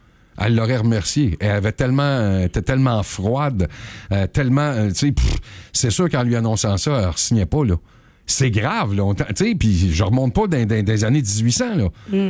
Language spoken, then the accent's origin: French; Quebec, Canada; ici, au Québec, chez nous, en Outaouais